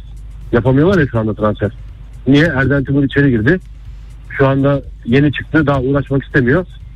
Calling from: Ümraniye, Istanbul, Turkey; Ümraniye'den

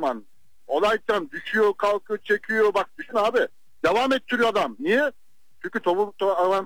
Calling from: Istanbul, Turkey; ben İstanbul'dan.

